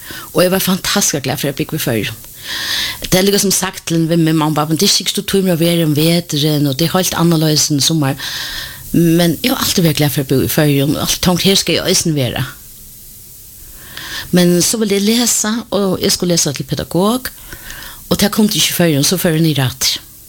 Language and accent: Norwegian; Denmark; born there; Norwegian is a second language; Ja, jeg er født i Danmark.